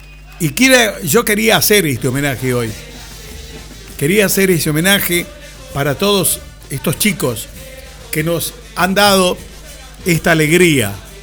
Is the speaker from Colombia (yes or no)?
no; Argentina; Nos sentimos más argentinos que nunca.